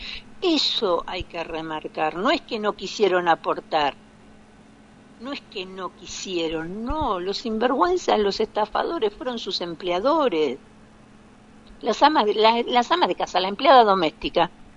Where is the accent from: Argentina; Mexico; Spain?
Argentina; Como argentinos tenemos que empezar a valorarnos, a respetarnos.